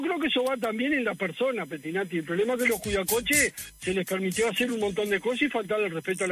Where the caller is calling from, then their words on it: Maldonado, Uruguay; de Maldonado.